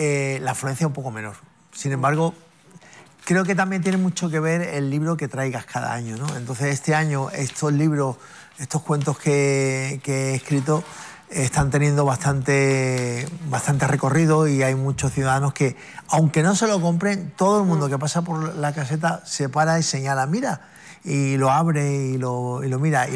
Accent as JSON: {"language": "Spanish", "region": "Ceuta", "country": "Spain", "said": "yo me preguntaba por qué"}